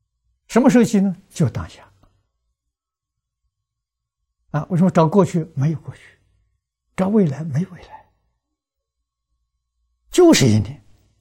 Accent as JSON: {"language": "Chinese", "country": "China", "said": "我们中国人"}